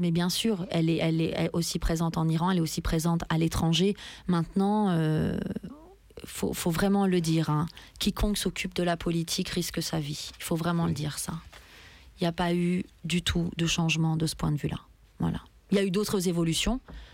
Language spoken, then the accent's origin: French; France; je suis iranienne ». Comme là quand on me dit « mais tu viens d'où ?»« quoi, je suis française »